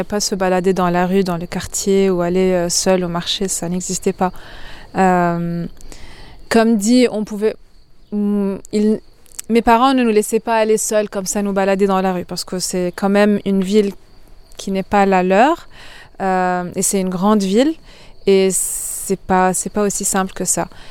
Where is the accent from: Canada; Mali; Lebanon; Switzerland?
Lebanon; moved away as an adult; now in France; Maintenant j'ai quitté moi mon pays, j'habite en France, et j'ai de la chance de pouvoir appeler ma mère tous les jours et mes parents et de visiter le Liban assez souvent.